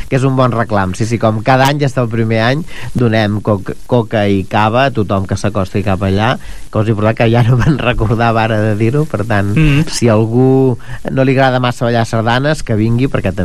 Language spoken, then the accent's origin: Catalan; Pineda de Mar, Catalonia, Spain; que em vaig criar a Pineda en els primers anys, i jo recordo de jovenet anar a és una institució a Pineda, no?